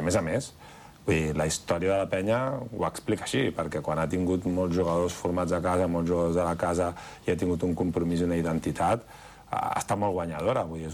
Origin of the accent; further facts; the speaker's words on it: Badalona, Catalonia, Spain; per mi especialment, que sóc de Badalona i he fet aquí un procés i un camí que n'estic molt orgullós